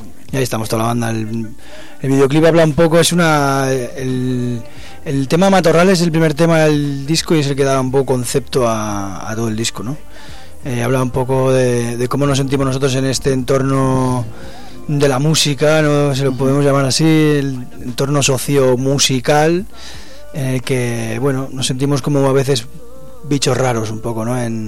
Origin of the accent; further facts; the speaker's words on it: Basque Country, Spain; Sí, yo soy del País Vasco y ama en euskera es madre.